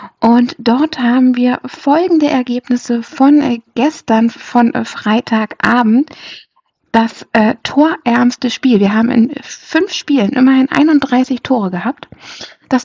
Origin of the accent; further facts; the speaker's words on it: Cottbus, Brandenburg, Germany; Ja, und meine Heimat hat leider auch wieder verloren und ich bin trotzdem unfassbar stolz, dass sie zurück sind. Energie Cottbus unterliegt zu Hause Greuther Fürth mit 3 zu 4.